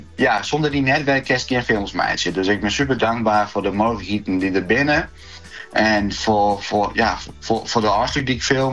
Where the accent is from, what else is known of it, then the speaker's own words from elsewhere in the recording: Friesland, Netherlands; moved away; also born or lived in South Africa; En dan ben ik nog Fries, ben ik dan Nederlands of ben ik eigenlijk Zuid-Afrikaans?